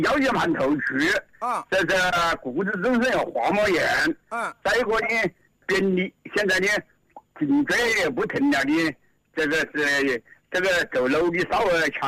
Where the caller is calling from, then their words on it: Wuhan, Hubei, China; 我是黄陂区。蛇口街。